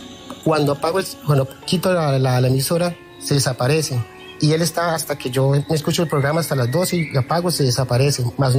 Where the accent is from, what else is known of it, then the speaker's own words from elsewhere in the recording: Colombia; now in Peru; Yo soy colombiano, pero vivo ahora en Perú.